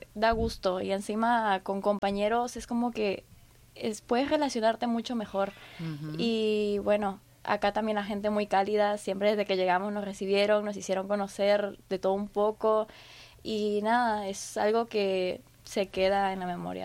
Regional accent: Peru; moved away as an adult; now in Argentina; Yo soy de Perú

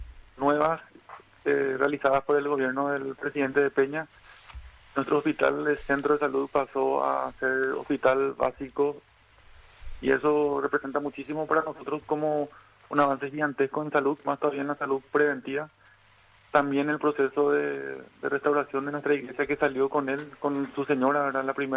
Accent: Paraguay; nosotros como paraguayos, pues nosotros los paraguayos somos los únicos que conservamos prácticamente el idioma

